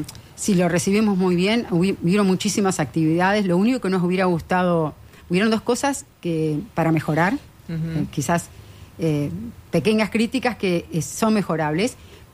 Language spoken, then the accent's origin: Spanish; Paysandú, Uruguay; Yo crecí en la ciudad de Paysandú